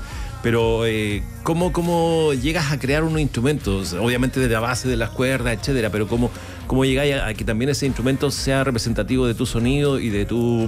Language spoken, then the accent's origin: Spanish; San Fernando, O'Higgins, Chile; Yo sé que desde el sur, cerca de San Fernando, mi tierra.